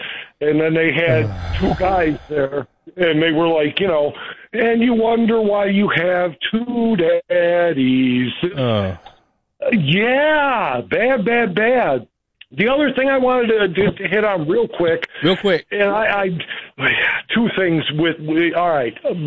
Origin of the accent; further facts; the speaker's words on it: Manteno, Illinois, United States; Hey, I'm actually not from Wilmington. I was passing through there one day when I called you. I'm from Manteno.